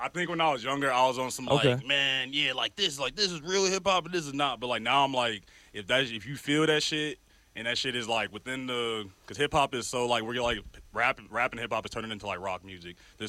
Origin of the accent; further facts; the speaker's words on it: Chicago, Illinois, United States; moved away; Chicago is like a core part of my identity.